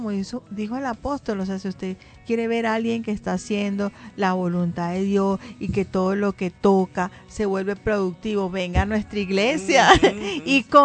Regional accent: Venezuela; Por ejemplo, yo soy de Venezuela, el hermano Miguel es mexicano

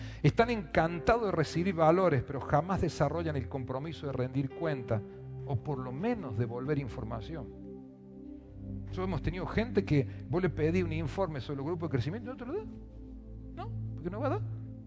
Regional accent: Córdoba, Argentina; yo estudié en Córdoba. Me mandaron un jardín de infantes, se llamaba. Ahí en Alta Córdoba, Manuel Lucero. Hice primer y segundo grado ahí. Después fui a un colegio acá por la Castro Barro. Nos cambiamos de casa cada rato.

